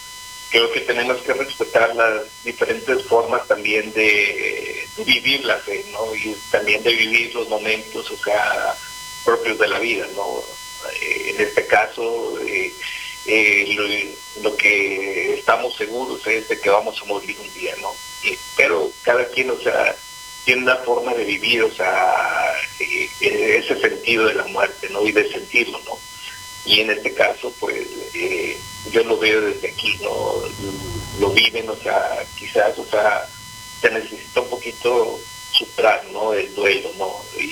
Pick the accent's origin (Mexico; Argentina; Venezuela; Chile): Mexico; moved away as an adult; also born or lived in Guatemala / Rome; now in Rocha, Uruguay; y nosotros como mexicanos